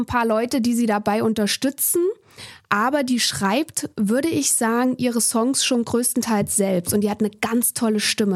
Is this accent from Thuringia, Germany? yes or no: yes; Thuringia, Germany; born there; now in Berlin, Germany; Ich bin in Thüringen geboren und ziehe wieder zurück nach Thüringen. Das ist in der Mitte Deutschlands. Aber noch wohne ich in Berlin.